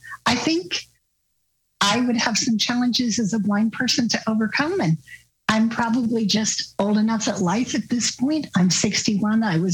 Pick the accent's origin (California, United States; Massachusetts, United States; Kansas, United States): Kansas, United States; Wichita; moved away as an adult; also born or lived in Manhattan, Kansas; now in Kansas City, United States; I grew up in Wichita, Kansas, and then moved to Manhattan later.